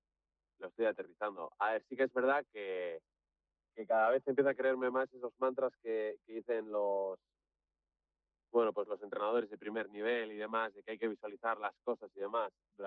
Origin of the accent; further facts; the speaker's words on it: Bilbao, Basque Country, Spain; somos de Bilbao